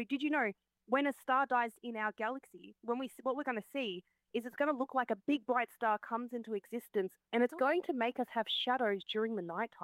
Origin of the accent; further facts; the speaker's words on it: Victoria, Australia; Yeah, I grew up on Pangerang Country in northeast Victoria. So, growing up under the skies, and I used to sit outside with my mum, and she would try and show me where all the constellations are.